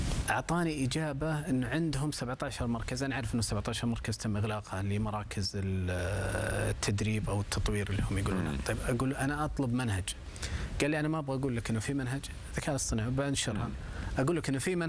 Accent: Saudi Arabia; أساسيات تطوير عندنا في المملكة العربية السعودية ما لقيتها

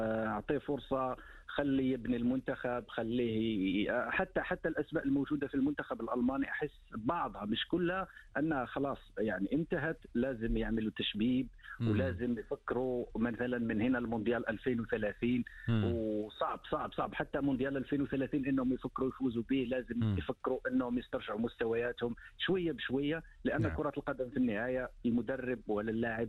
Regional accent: Morocco; باعتباري أنا مغربي

